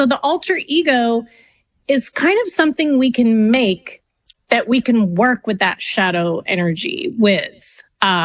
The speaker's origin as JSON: {"language": "English", "country": "Canada", "said": "And I'm French Canadian, so it's really funny actually."}